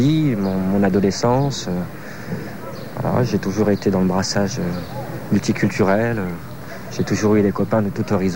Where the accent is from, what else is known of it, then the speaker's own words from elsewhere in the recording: Lyon, Auvergne-Rhône-Alpes, France; Moi, je suis un Lyonnais. Je suis né à Lyon, j'ai grandi à Lyon et je suis issu de ce qu'on appelle une double culture. Mes parents sont algériens.